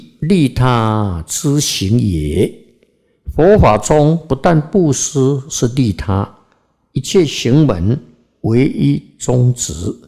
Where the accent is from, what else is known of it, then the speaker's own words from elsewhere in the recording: China; 我们中国人讲五福嘛，五福这个最后一福就寿终考啊